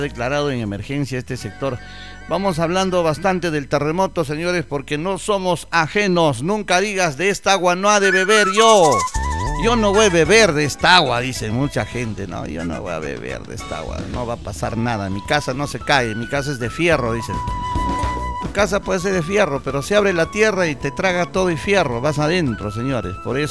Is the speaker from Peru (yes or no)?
yes; Selva Central, Peru; sobre todo los que somos de Selva Central.